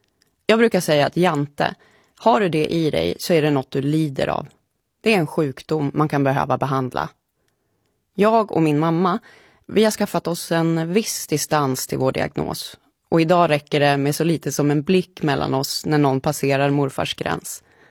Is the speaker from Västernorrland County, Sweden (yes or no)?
no; Skärplinge, Uppsala County, Sweden; Skärplinge, där jag kommer ifrån, ligger i norra Uppland, 4,5 mil söder om Gävle. Där bor ungefär 650 invånare. Det var lika många, eller snarare lika få, när jag växte upp. Det var och är fortfarande ett sånt samhälle där det finns en sak av allt.